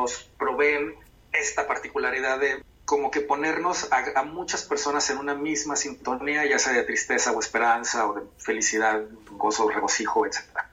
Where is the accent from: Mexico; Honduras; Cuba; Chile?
Mexico; voy a comenzar una gira nacional aquí en mi país